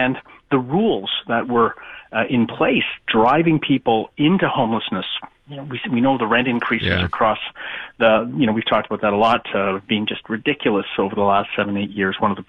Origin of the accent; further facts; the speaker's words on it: Beaconsfield, Quebec, Canada; my parents live in Hudson and I grew up in Beaconsfield